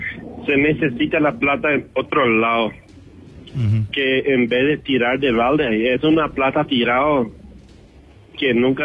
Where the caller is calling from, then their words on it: Campo 9, Caaguazú, Paraguay; De Campo 9.